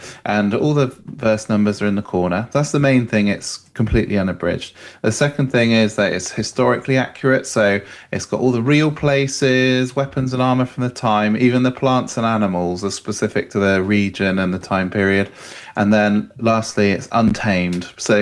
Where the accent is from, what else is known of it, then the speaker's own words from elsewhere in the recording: South West England, United Kingdom; I grew up in Cornwall in the UK